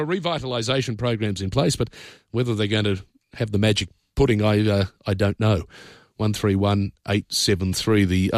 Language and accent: English; Parramatta, New South Wales, Australia; I grew up around Parramatta. I know the situation there.